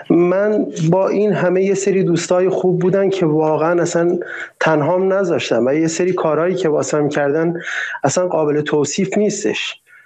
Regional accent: Iran; چون به عنوان یه ایرانی حق من اینه که یه زندگی خوب داشته باشم.

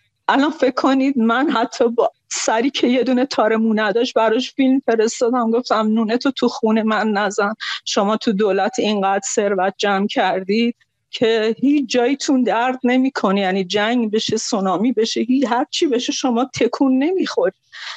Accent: Khuzestan, Iran; با این حال که خودم خوزستانیم، خیلی از فامیلام تو خوزستانن، برادرم که پدر جاوید نامه الان توی اندیمشک داره کار میکنه

